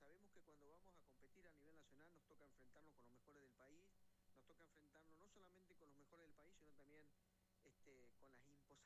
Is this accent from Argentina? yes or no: yes; General Acha, La Pampa, Argentina; Yo soy de General Hacha, estoy a 100 kilómetros de capital